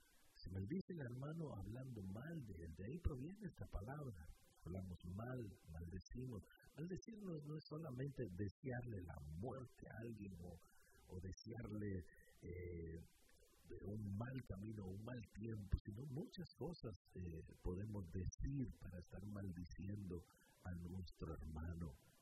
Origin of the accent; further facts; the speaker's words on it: Guatemala; moved away; en mi país la cerca o el tapial, le decimos nosotros en Guatemala